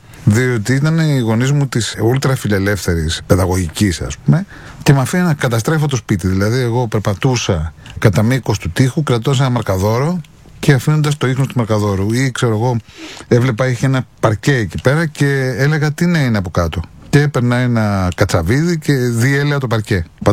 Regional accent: Athens, Attica, Greece; born there

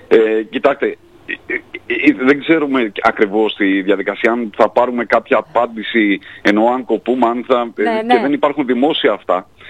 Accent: Patrika, Chios, North Aegean, Greece; Θα ήθελα να συμμετέχει το χωριό μου.

